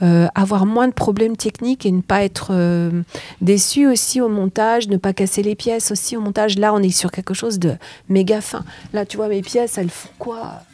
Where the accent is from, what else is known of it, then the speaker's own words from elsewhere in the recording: Angers, Pays de la Loire, France; je connais bien la Loire, parce que je suis originaire de d'Angers.